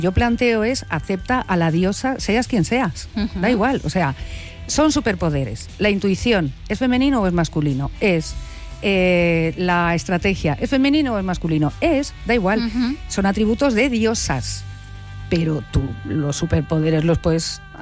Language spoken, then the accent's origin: Spanish; Madrid, Community of Madrid, Spain; Soy de Madrid. Pero también me parece una proeza.